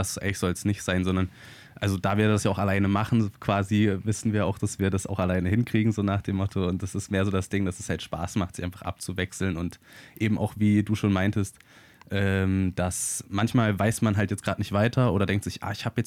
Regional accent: Weimar, Thuringia, Germany; also born or lived in Jena; da wir in Weimar groß geworden sind und in Umgebung in Jena

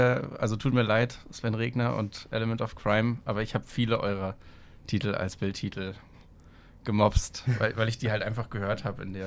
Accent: Brandenburg, Germany; Und ich komme aus der Prignitz, das ist der am undichtesten besiedelste Landkreis Deutschlands, am dünnsten besiedelste Landkreis Deutschlands. Und da ist wirklich nichts.

